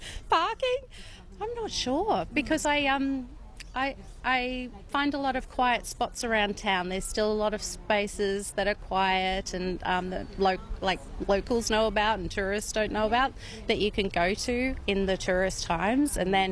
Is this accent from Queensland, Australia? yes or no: yes; Queensland, Australia; born there; I was born in Tawantin. I was born in Karoi, actually. Moved away for a few years when my husband and I had family. We moved back and raised our kids in the area. So, yeah, long time local.